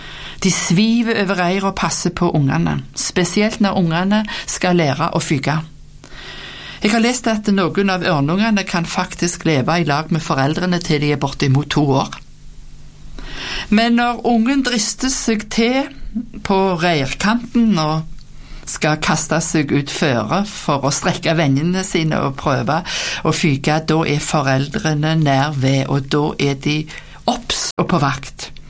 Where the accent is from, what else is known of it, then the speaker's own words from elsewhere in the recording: Rennesøy, Rogaland, Norway; jeg var på besøk på sykehjemmen hjemme på Rennesøy i Rogaland, der jeg kom ifra.